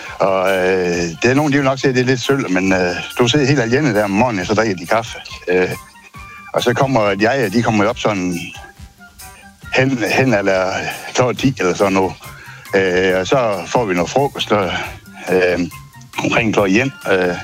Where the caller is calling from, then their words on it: Thyborøn, Central Denmark Region, Denmark; Men jeg er fra Tyborg.